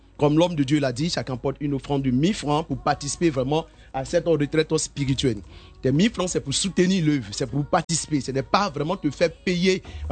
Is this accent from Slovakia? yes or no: no; Côte d’Ivoire; ici en Côte d'Ivoire